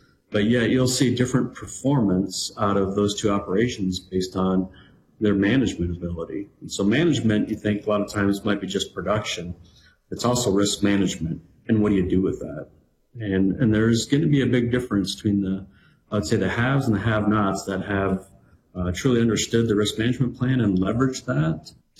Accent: Iowa, United States; So I grew up in Central Iowa.

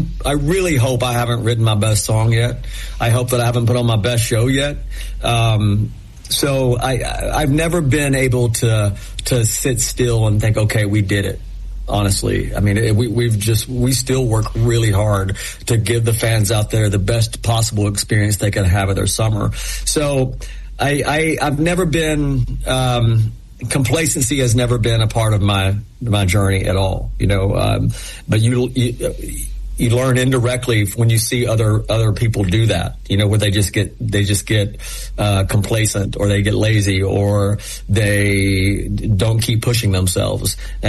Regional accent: Knoxville, Tennessee, United States; growing up in East Tennessee and in Knoxville, you know, we didn't have a pro allegiance to anything.

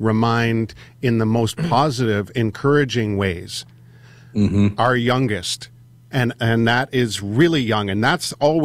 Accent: Canada; we're all from Canada, the three of us on this show right now.

